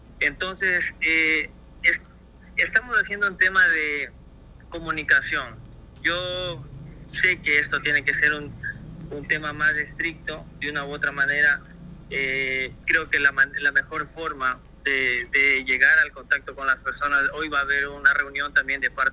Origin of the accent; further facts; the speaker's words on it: Santo Domingo, Santo Domingo de los Tsáchilas, Ecuador; moved away as an adult; Yo soy de aquí de Santo Domingo. Por mi trabajo me ha tocado irme a otras ciudades, pero hoy he vuelto acá a Santo Domingo